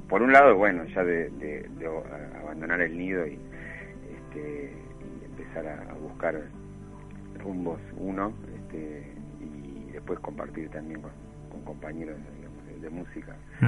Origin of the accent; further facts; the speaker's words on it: Bernal, Buenos Aires Province, Argentina; moved away as an adult; also born or lived in Avellaneda; now in Buenos Aires, Argentina; yo me crié en Bernal. Sí. Fui al normal de Quilmes. Ajá. Desde el jardín hasta el secundario.